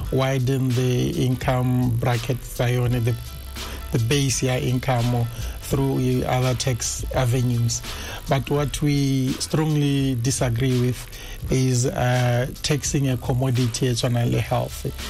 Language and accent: English; Ramotswa, South-East District, Botswana; I come from Ramotswa, just a stone throw away from here.